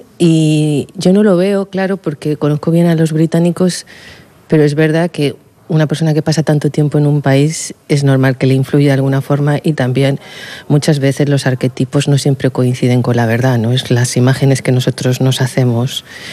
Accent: Madrid, Community of Madrid, Spain; moved away as an adult; also born or lived in United Kingdom; yo soy madrileña, pero vivo 15 años en el Reino Unido, y a mi vuelta a España estoy a punto de cumplir los 40 años

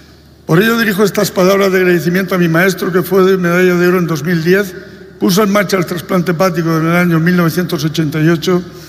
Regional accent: Region of Murcia, Spain; me siento orgulloso como murciano.

